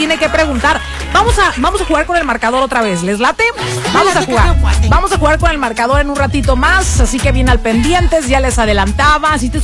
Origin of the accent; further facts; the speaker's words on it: Mexico; Mexicanos somos y mexicanos seremos.